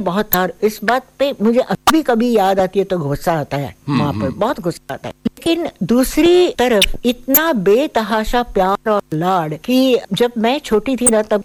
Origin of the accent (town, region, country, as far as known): Pune, Maharashtra, India; born or raised there; also born or lived in Lucknow